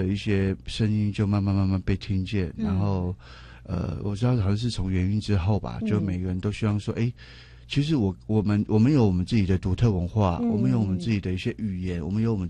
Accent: Yingge, New Taipei City, Taiwan; born there; also born or lived in Zhongli, Taoyuan; 所以我们就举家搬迁，从中立就是搬到英歌来这边。

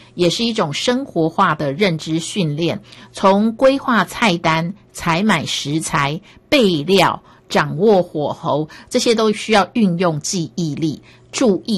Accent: Taiwan

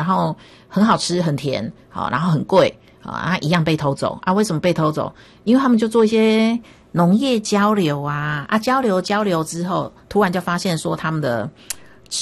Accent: Taiwan; 那我们台湾这边凤梨世家也是一样

